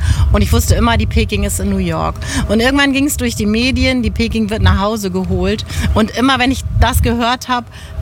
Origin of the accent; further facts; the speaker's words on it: Hamburg, Germany; Als waschechter Hamburger Dern, die ich ja nun mal bin